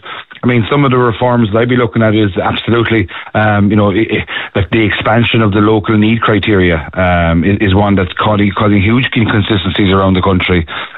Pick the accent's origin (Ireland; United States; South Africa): Ireland; Kilkenny, Leinster; I'm from Kilkenny, Anton.